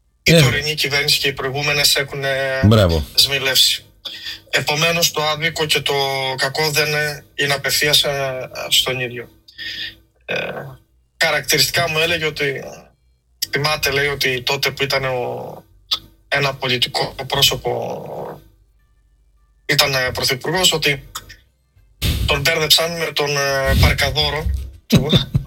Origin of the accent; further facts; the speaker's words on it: Greece; όταν του είπα ότι έρχομαι από την Ελλάδα